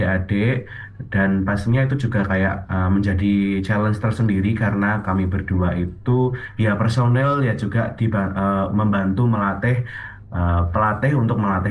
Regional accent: Klaten, Central Java, Indonesia; moved away as an adult; now in Surakarta, Indonesia; saya tinggalnya atau sebenarnya saya asli Klaten, tapi saya baru kuliah di Solo.

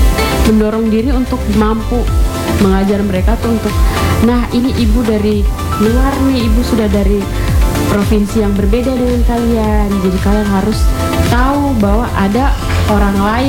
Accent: Ende, East Nusa Tenggara, Indonesia; Terus saya sempat berpikir, oh ya Ende juga kota Pancasila, saya dari kota Pancasila, jadi harus berani nih, harus bisa nih, bisa menunjukkan hal-hal positif, hal-hal baik, apalagi di tempat orang.

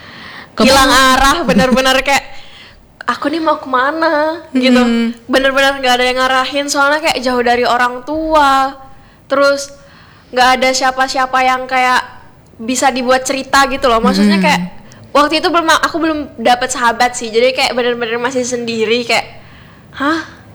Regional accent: Samarinda, East Kalimantan, Indonesia; Aku kan dari Samarinda nih, mm-hmm. Dari Samarinda pakainya ya bahasa Indonesia dong, bahasa Indonesia

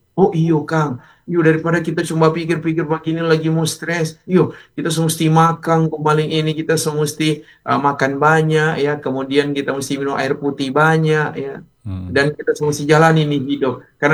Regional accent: Manado, North Sulawesi, Indonesia; Walaupun kita orang Manado

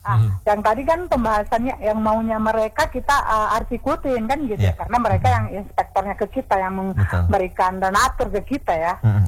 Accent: Aceh, Indonesia; bagaimana maunya kita orang Aceh ini maunya orang Aceh dipenuhin sama inspektornya gitu loh.

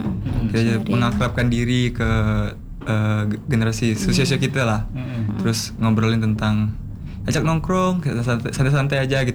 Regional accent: Pontianak, West Kalimantan, Indonesia; Nah, ini pembeda kita Melayu di Kota Pontianak.

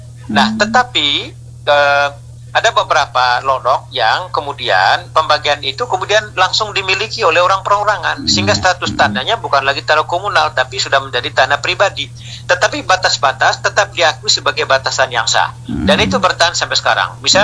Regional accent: Manggarai, East Nusa Tenggara, Indonesia; di kampung saya, misalnya di Rangat, Desa Bailolos ya

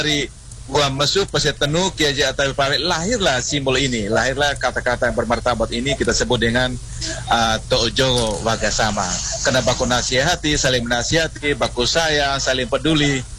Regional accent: East Nusa Tenggara, Indonesia; kami orang Nagekyo

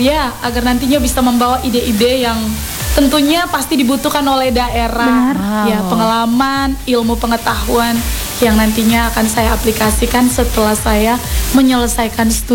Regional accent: Ende, East Nusa Tenggara, Indonesia; moved away as an adult; Asal saya dari ND, saya putri asli

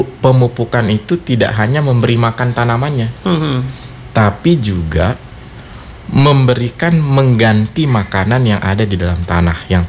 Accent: Sumbawa, West Nusa Tenggara, Indonesia; born there; moved away as an adult; Lahir juga Sumbawa. Memang saya orang Sumbawa, dulu tugas di Sumbawa, sekarang pindah.

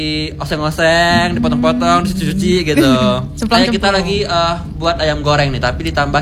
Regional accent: Palembang, South Sumatra, Indonesia; Gua kan bukan orang sini. Gua tuh ngebandingin antara ayam kecap dari daerah gua Palembang sama di sini tuh beda.

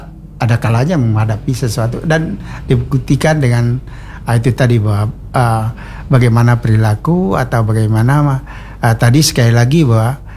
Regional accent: Sintang, West Kalimantan, Indonesia; kita orang Melayu, orang Dayak gitu kan. Kita bilang, kalau di kami Sintang itu Bang, dulu gitu kan, saya juga dari keluarga, di tengah keluarga ada yang Melayu, ada atau bilang agama Islam, tapi dia Melayu dia.

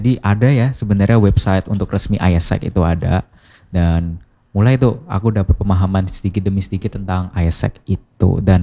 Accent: Surakarta, Central Java, Indonesia; saya dari Solo.

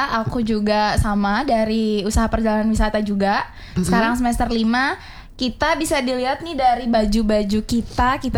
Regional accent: Mataram, West Nusa Tenggara, Indonesia; Ada yang dari Praya, ada kita dari Mataram.

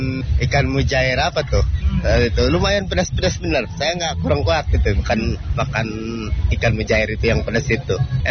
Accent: Banten, Indonesia; Iya, kami kebetulan dari Banten itu cukup lumayan ya.

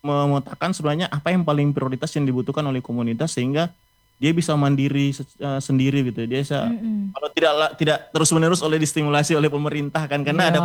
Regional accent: Lenganeng, North Sulawesi, Indonesia; di kampung saya Lenganeng

